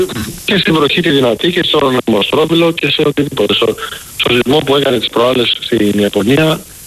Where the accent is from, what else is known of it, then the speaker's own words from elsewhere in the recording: Patras, Western Greece, Greece; now in Chicago, United States; ήμουν στο χωριό μου στην Πάτρα